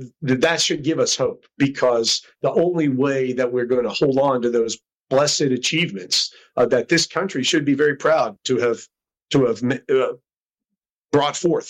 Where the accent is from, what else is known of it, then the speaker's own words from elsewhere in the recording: Morgantown, West Virginia, United States; born there; I was born in Morgantown, and my mom's from Greenbrier County, more far southern, St. Nicholas, Greenbrier areas. My dad's from up in Altoona, PA, railroad country. And they met up around Morgantown, so that's where I came